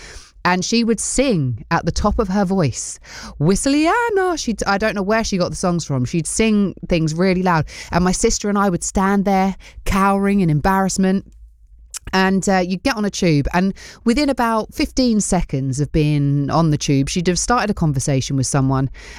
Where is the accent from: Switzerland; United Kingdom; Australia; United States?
United Kingdom; Essex, East of England; I grew up in Essex.